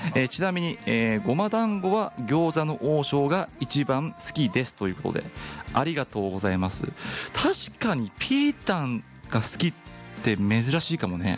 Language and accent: Japanese; Kawaguchi, Saitama, Japan; 僕の地元川口にあります